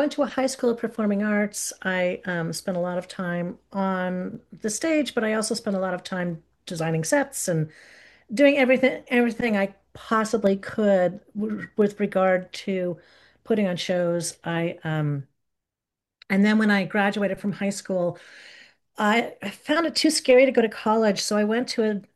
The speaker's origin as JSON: {"language": "English", "town": "Montclair", "region": "New Jersey", "country": "United States", "tie": "born or raised there", "moved": "yes", "said": "Yeah, I grew up in Montclair, which is near the Lincoln Tunnel."}